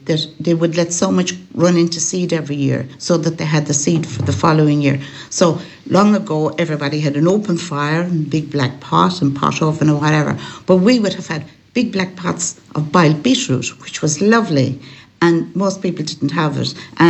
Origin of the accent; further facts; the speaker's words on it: Connacht, Ireland; also born or lived in Tuam; Yes, I'm a Galway girl. I was born in Tuam and I grew up in Bundarrachaleen in County Galway, which actually is inside the border of Mayo.